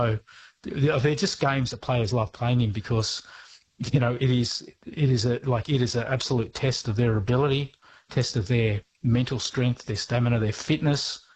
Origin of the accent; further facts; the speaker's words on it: New South Wales, Australia; I'm born and bred in New South Wales and bleed blue